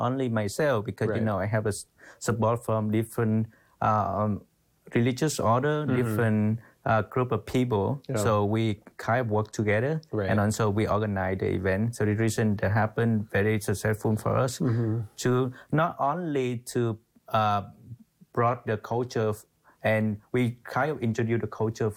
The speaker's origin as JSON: {"language": "English", "country": "Vietnam", "second_language": "English", "lives_now": "San Antonio, United States", "said": "And also they from some people from the same my country."}